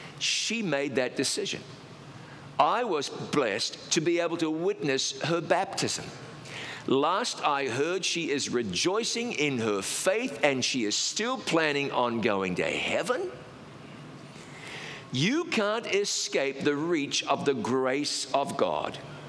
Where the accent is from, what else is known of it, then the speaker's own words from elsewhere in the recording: New Zealand; I grew up in New Zealand, which is a country that is part of the British Commonwealth.